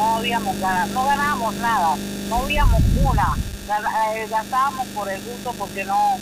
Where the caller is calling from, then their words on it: Panamá Oeste, Panama; De Torrijos Carter